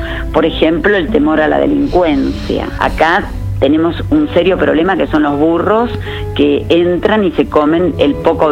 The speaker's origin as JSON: {"language": "Spanish", "region": "Buenos Aires", "country": "Argentina", "said": "Enseguida se dan cuenta que sos porteño porque estás acelerado."}